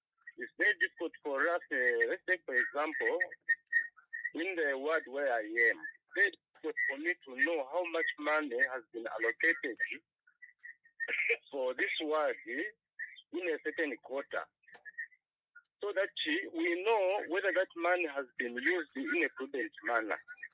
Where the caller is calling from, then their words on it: Solwezi, North-Western Province, Zambia; calling from Sorwezi